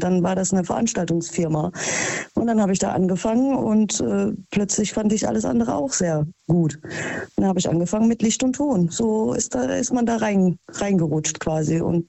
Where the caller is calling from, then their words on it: Krefeld, North Rhine-Westphalia, Germany; Hi, ich komme aus Krefeld.